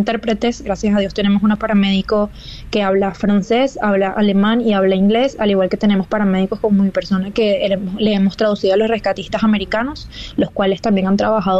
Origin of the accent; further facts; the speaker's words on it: Venezuela; yo como venezolana